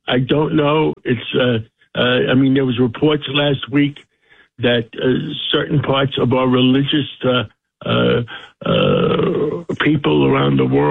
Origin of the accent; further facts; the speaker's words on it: Harlem, New York, United States; And being from the poor side of town, growing up in Harlem, the one thing that did impress me about being up there, the grass was so green.